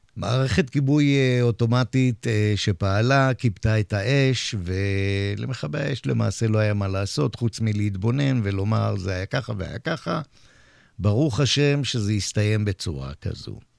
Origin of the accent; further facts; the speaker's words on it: Holon, Tel Aviv District, Israel; ובת ים זו עיר שאני הייתי בה המון כחולוני.